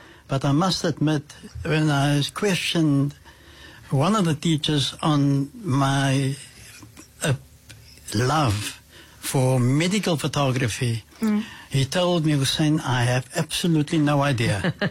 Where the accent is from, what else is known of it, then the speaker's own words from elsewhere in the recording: Cape Town, Western Cape, South Africa; moved away as an adult; also born or lived in England; I grew up in an area called Black River, very close to the Red Cross Hospital. So I was born there, and that's where I spent most of my life until the age of about 21, when I then left for England